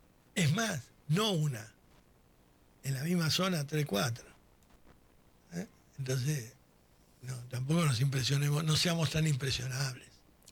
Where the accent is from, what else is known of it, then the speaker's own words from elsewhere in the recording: Calabria, Italy; Sí. Bueno, yo soy de la Calabria.